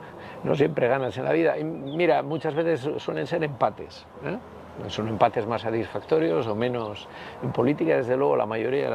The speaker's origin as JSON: {"language": "Spanish", "town": "Bilbao", "region": "Basque Country", "country": "Spain", "tie": "born or raised there", "said": "Aita me llevaba de pequeño a ver en San Ignacio, jugaban en el barrio de San Ignacio, el equipo en el que luego jugué yo, el Bilbao Rugby Club."}